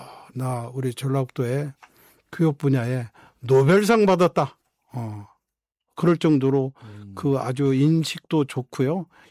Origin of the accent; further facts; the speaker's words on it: South Korea; 저는 대한민국 사람이라는 게 너무 행복하더라고요.